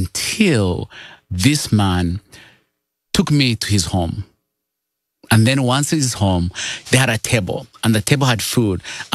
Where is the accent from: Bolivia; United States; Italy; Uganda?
Uganda; moved away; I come from Uganda and grew up poor of the poorest.